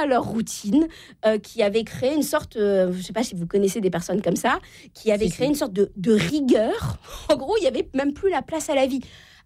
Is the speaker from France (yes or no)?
yes; Normandy, France